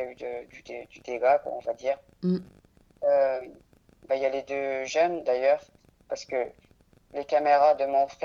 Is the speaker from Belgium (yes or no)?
no; France